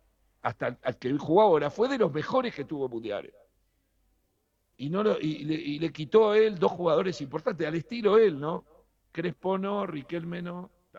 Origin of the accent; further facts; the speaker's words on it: Uruguay; la culpa va a ser de que los uruguayos somos horribles, los uruguayos no entendemos a los genios, lo arruinamos.